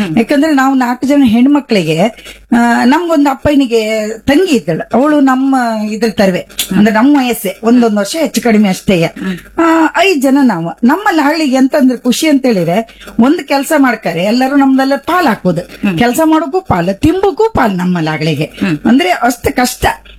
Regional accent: Kundapura, Karnataka, India; accent: Kundapura Kannada; ನಾವು ಕುಂದಾಪುರದಾಗೆ, ನೀವು ಹೇಳಿದಂಗೆ ಕುಂದಾಪುರದಾಗೆ ಹುಟ್ಟಿದ್ದ. ಸಾಲಿಗ್ರಾಮದಲ್ಲಿ ಚಿತ್ರಪಾಡಿ ಅಂತ ಒಂದು ಗ್ರಾಮ, ಅಲ್ಲಿ ನನ್ನ ತಂದೆ ಮನೆ, ನನ್ನ ಅಪ್ಪನ ಮನೆ ಅಲ್ಲೇಯ.

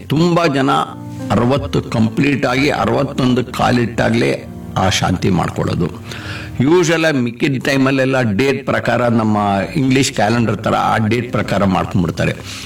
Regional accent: Melukote, Karnataka, India; born there; now in Bangalore, India; ನಾನು ನನ್ನ 60ನೇ ವಯಸ್ಸಿನ ಷಷ್ಠಿಹಬ್ಬದ ಪೂರ್ತಿ ನಮ್ಮ ಸ್ವಂತ ಊರು ಅಂತ ಹೇಳಿದೆ ಮೇಲ್ಕೋಟೆಯಲ್ಲೇ ಮಾಡಿಕೊಂಡೆ.

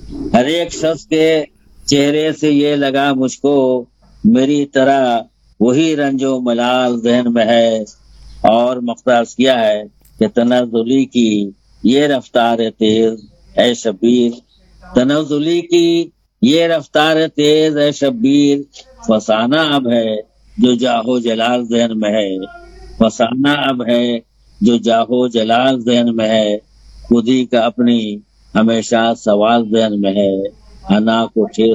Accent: Aurangabad, Bihar, India; मैं औरंगाबाद बिहार का रहने वाला हूँ

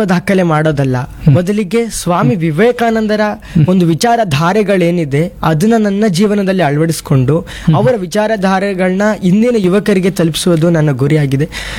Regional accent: Hanumanalu, Karnataka, India; ಊರು ಇಲ್ಲೇ, ಇಲ್ಲಿಂದ 1/2 ಇಲ್ಲಿಂದ 25 ಇದೆ, ಬನ್ನೂರು ಅಂತ. ಬನ್ನೂರು ಹತ್ರ ಹನುಮನಾಳು ನಮ್ಮೂರು.

